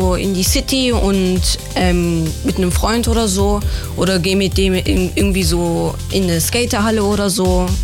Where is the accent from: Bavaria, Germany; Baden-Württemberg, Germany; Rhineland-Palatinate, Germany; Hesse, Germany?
Baden-Württemberg, Germany; Ich komme aus der Nähe von Stuttgart.